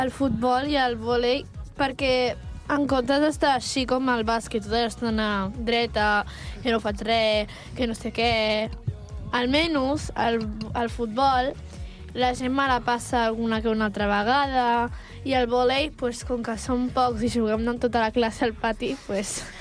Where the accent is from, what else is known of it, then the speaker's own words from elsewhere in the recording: Catalonia, Spain; la meva família em dirà Barça, que bé, som catalans, hem de ser el Madrid.